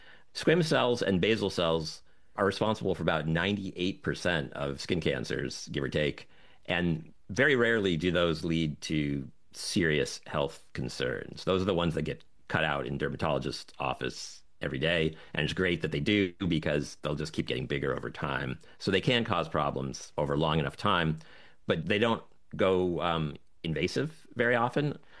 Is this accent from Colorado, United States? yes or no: no; Florida, United States; I grew up in Florida in the 80s, and 90s.